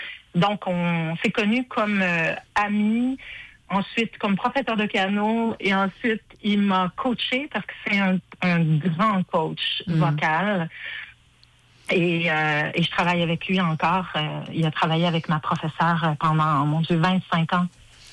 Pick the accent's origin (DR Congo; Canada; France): Canada; Quebec; moi, je suis toujours restée dans mon patelin sur la rive sud de Québec.